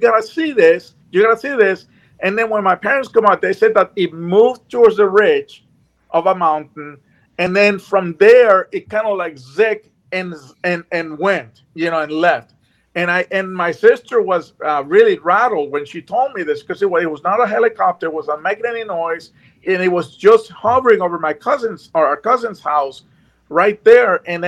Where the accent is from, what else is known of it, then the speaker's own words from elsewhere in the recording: Puerto Rico; moved away; I grew up in Puerto Rico and I grew up in a farm. And we used to have cows.